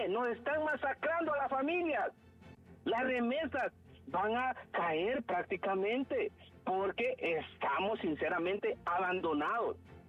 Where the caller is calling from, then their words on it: Honduras; Estamos pagando los hondureños